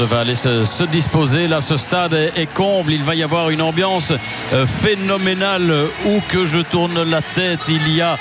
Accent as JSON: {"language": "French", "country": "Belgium"}